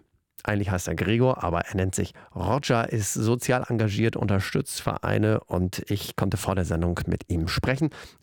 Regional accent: Emden, Lower Saxony, Germany; Ich meine, ich komme aus Niedersachsen, noch dazu aus Emden.

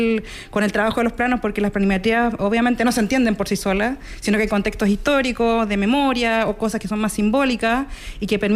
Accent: Chile; moved away; yo soy arquitecta, soy chilena

